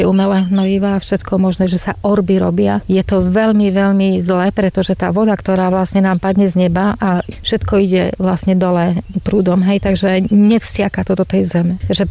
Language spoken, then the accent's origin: Slovak; Plzeň Region, Czechia; now in Stará Ľubovňa District, Slovakia; Ja pochádzam z Plzeňskej oblasti